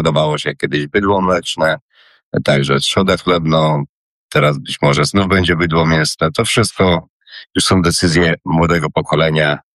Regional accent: Warmian-Masurian Voivodeship, Poland; born or raised there

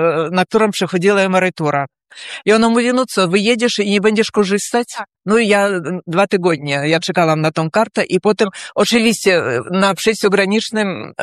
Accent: Lida, Grodno Region, Belarus; moved away as an adult; now in Sopot, Poland; ja jestem Polką uciekinierką z Białorusi. Już 5 lat mieszkam w Polsce.

